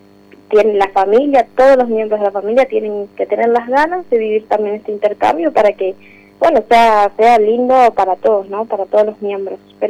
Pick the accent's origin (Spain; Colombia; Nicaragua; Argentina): Argentina; moved away as an adult; also born or lived in Flemish Belgium; now in Montevideo, Uruguay; soy argentina, pero estoy actualmente acá en Montevideo, en la oficina de FS.